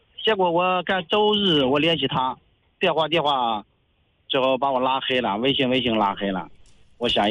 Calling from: Shijiazhuang, Hebei, China; 我都从咱们石家庄这边

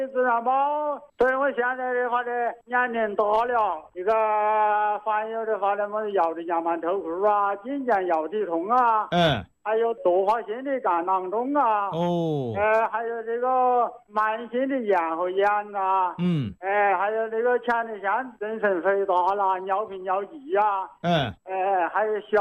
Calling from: Macheng, Hubei, China; 我是麻城啊。

